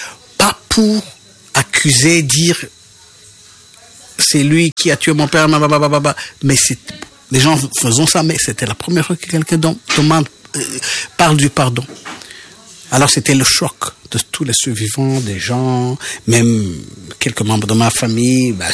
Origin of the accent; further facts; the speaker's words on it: Rwanda; Je suis allé au Rwanda en 2007, dans mon village natal. là où j'étais né, là où j'avais connu Vincent, pour aller témoigner de mon pardon.